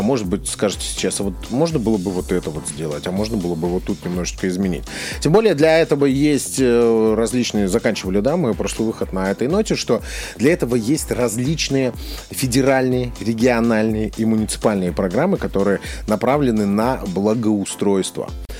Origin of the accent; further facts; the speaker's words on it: Dalnerechensk, Primorsky Krai, Russia; там на малой родине в Донереченске вижу детскую площадку, как на пустыре благородили, сделали очень крутую площадку.